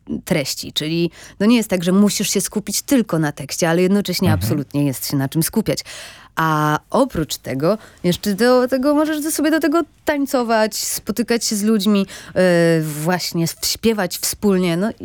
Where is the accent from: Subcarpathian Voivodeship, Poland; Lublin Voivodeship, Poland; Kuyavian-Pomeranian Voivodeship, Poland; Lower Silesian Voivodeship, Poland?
Lower Silesian Voivodeship, Poland; Wrocław; born there; moved away as an adult; now in Warsaw, Poland; Nie jestem wrocławianką z urodzenia, więc przyjechałam tutaj na studia